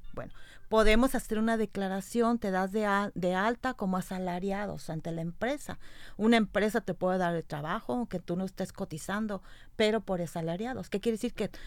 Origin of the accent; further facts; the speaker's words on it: Jalisco, Mexico; now in Sonora, Mexico; Yo soy de Jalisco.